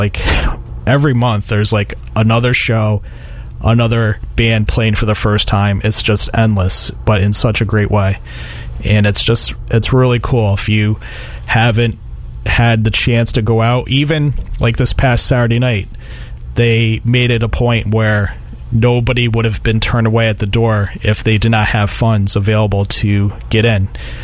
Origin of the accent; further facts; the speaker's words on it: Troy, New York, United States; it's way different from what I grew up in Lansingburg.